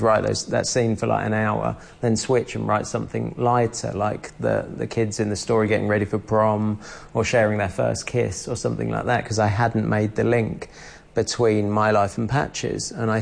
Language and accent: English; London, United Kingdom; born or raised there